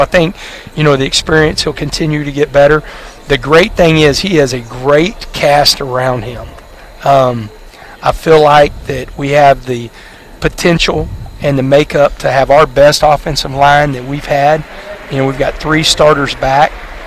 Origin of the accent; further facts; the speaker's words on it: Texas, United States; I grew up in the state. I was born in the state.